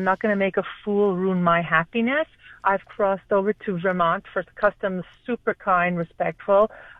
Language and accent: English; Montreal, Quebec, Canada; I hear an accent. Where are you from? I said, Montreal.